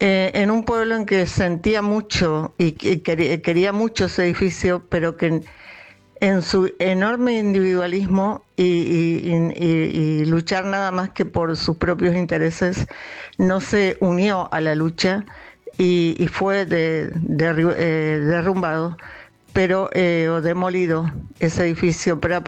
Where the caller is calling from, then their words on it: Reconquista, Santa Fe, Argentina; de Reconquista, Santa Fe.